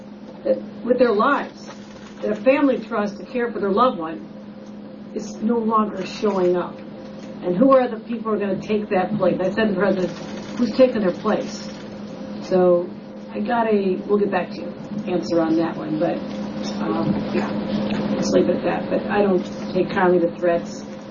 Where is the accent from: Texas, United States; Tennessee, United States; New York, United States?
New York, United States; But what I don't think is right is that all the support that I, as a New Yorker, New York governor, with the legislature, provide for law enforcement